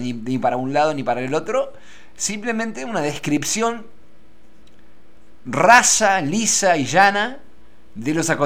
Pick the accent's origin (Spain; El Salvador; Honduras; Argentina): Argentina; Diamante, Entre Ríos; Yo, diamantino.